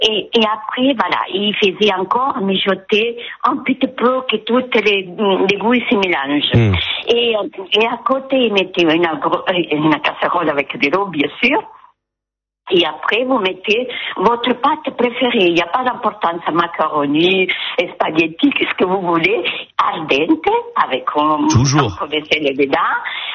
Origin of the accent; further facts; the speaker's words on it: Calabria, Italy; moved away as an adult; now in France; Exactement, je viens de la Calabre et j'habite en Calice maintenant depuis 50 ans, depuis que je me suis mariée. Mais bon, voilà, mes racines sont italiennes.